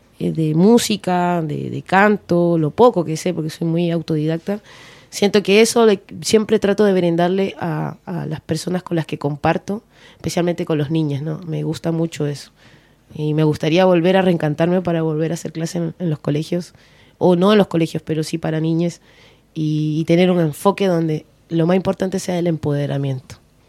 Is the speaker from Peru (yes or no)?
yes; Peru; moved away as an adult; now in Chile; tengo 39 años y de mi vida yo me vine a los 19. Tengo un año más aquí viviendo en Chile. O sea, yo soy mitad chilena, mitad peruana. Tengo una esencia y unos valores bien peruanos